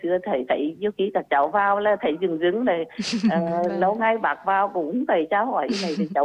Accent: Môn Sơn, Nghệ An, Vietnam; Thực ra tôi là sinh ra và lớn lên ở làng quê ở trong Môn Sơn.

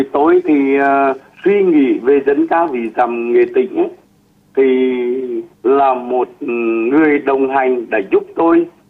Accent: Nghệ An, Vietnam; born or raised there

